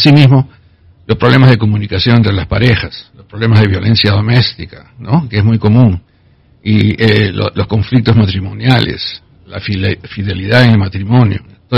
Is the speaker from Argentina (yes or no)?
no; Peru; moved away as an adult; now in United States; empecé la universidad en Lima. Soy peruano, católico, fui educado por los jesuitas.